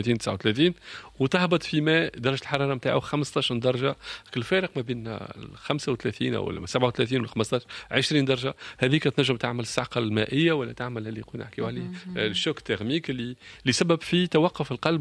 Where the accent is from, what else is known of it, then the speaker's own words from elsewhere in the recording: Tunisia; اللي عندنا في تونس وفي السواحل التونسية